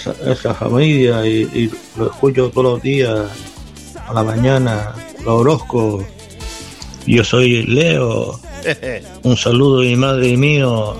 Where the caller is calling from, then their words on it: Las Palmas, Canary Islands, Spain; vecindario de Las Palmas, en Canarias.